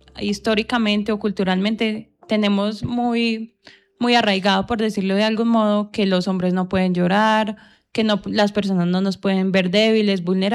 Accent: Pensilvania, Caldas, Colombia; nos identifica mucho como colombianos y como pensilvenses

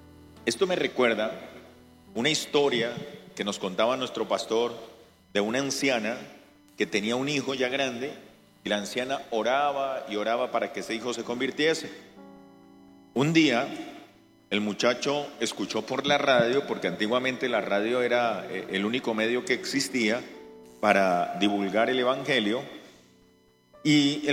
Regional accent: Bogotá, Colombia; Dentro de los términos que a veces usted nos habrá escuchado a nosotros que venimos por allá de Bogotá, en ocasiones se nos sale el su merced.

